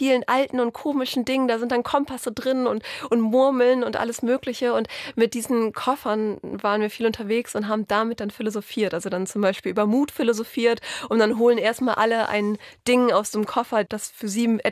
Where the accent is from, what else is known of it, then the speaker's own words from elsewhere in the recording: Northern Germany, Germany; Natürlich, ich komme aus dem Norden